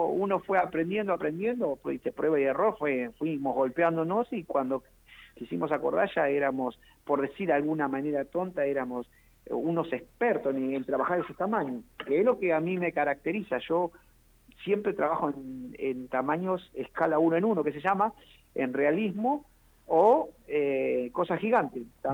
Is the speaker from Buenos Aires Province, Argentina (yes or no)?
no; Gualeguaychú, Entre Ríos, Argentina; moved away as an adult; tengo uso de razón a 45 años atrás en Gualeguaychú, Entre Ríos.